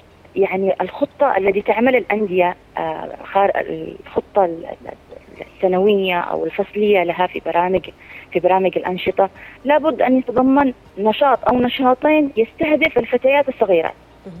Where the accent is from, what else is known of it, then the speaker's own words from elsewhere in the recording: Yemen; فيقول لك المرأة عندنا في اليمن ما ينفعش تلعب مصارعة